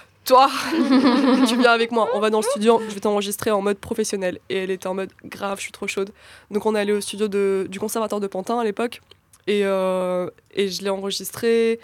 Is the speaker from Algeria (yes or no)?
yes; Kabylie, Algeria; en mode coucou, moi aussi je suis kabyle